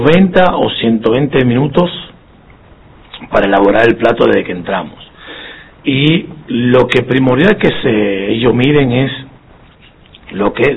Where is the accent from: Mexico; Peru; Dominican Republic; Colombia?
Dominican Republic; now in Argentina; Eso es desayuno privilegiado en mi país.